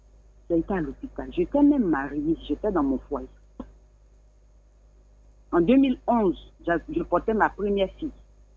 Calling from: Abidjan, Côte d’Ivoire; J'appelle de Abidjan, Cocody, Rivera.

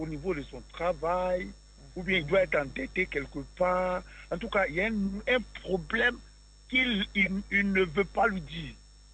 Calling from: Abidjan, Côte d’Ivoire; Oui, j'appelle d'Abidjan.

